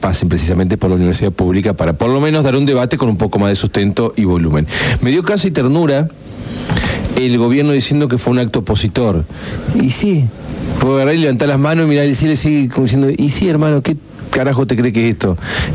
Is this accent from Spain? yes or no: no; Argentina